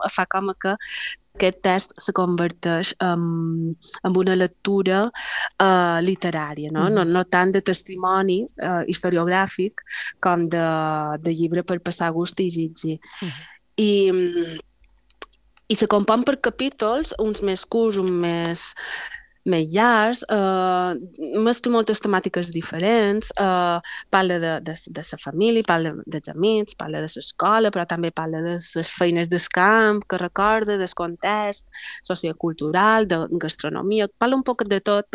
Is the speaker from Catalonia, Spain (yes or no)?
no; Mallorca, Balearic Islands, Spain; la nostra idiosincràsia com a societat mallorquina